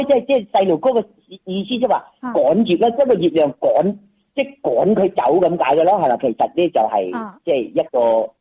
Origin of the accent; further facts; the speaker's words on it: Yangchun, Guangdong, China; now in Shenzhen, China; 我家乡是阳江阳春人。